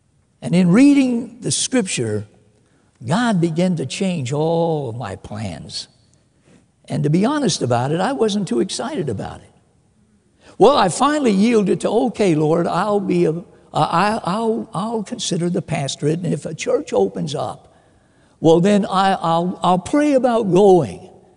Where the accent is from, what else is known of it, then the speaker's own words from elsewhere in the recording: Miami, Florida, United States; moved away as an adult; When I first went to Minnesota, I didn't want to go. I was from Miami, Florida. My dream was that I would complete my training and I would move back to Miami.